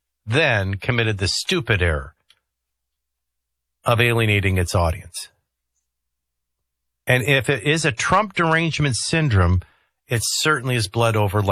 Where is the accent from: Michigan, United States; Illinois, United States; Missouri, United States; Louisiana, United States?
Illinois, United States; Chicago; Oh, and I grew up in Chicago. I mean, we had some great teams